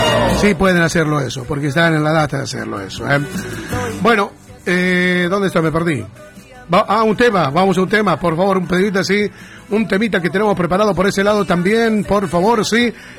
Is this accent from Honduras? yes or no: no; Bolivia; now in Argentina; me duele como boliviano